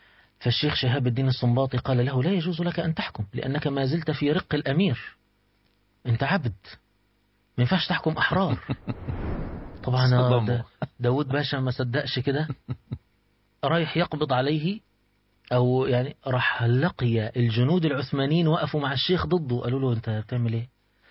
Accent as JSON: {"language": "Arabic", "country": "Egypt", "said": "إحنا عندنا في مصر"}